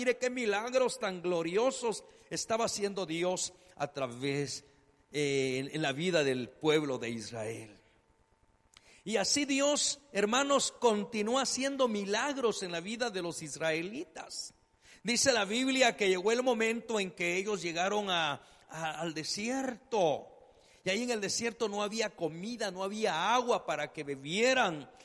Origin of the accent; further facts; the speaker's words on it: Guatemala; como decimos acá en Guatemala